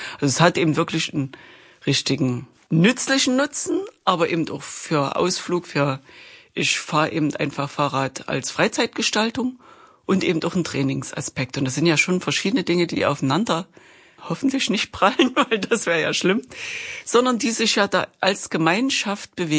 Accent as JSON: {"language": "German", "town": "Chemnitz", "region": "Saxony", "country": "Germany"}